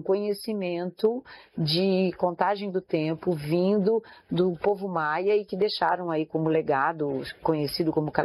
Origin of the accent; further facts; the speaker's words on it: Brazil; eu, como brasileira, né, eu tenho muita fé, não tenho uma religião específica, eu tenho muita fé